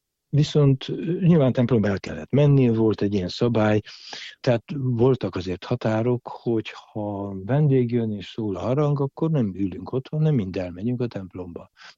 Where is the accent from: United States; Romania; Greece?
Romania; Dej, Cluj County; Nekem az a gyerekkorom, mert Szováton csak az ikrek és a következő István testvérem született, utána pedig a többiek már désiek vagyunk inkább.